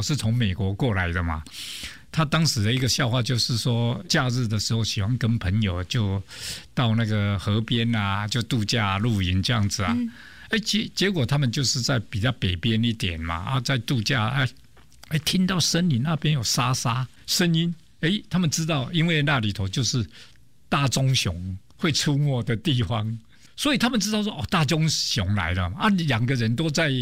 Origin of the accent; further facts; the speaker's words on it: Kaohsiung, Taiwan; born there; 因为我来自于比较就是传统的家庭，高雄嘛，然后家里不是特别好，但是也被照顾的很多